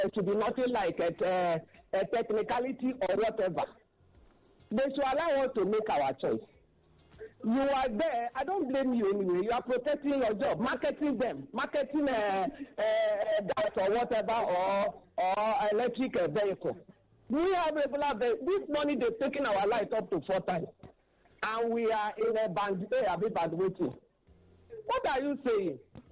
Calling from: Lagos, Nigeria; I'm calling from Satellite Town.

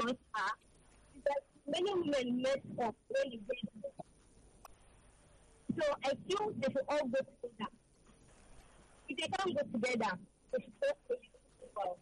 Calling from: Lagos, Nigeria; … from Lagos

